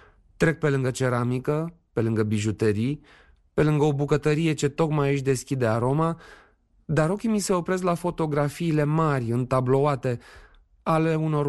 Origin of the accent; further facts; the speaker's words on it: Romania; deși sunt român obișnuit cu astfel de imagini, mă uimește transparența și cât de ușoară este